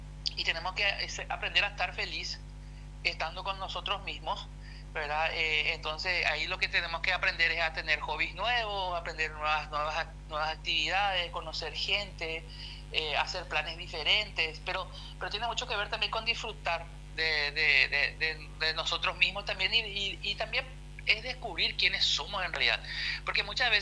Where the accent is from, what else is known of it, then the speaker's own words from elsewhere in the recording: Paraguay; nosotros como paraguayos somos muy de la cultura del sí